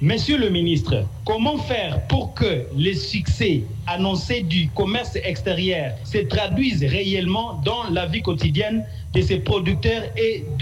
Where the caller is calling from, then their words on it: Nairobi, Kenya; je vous appelle depuis Nairobi au Kenya.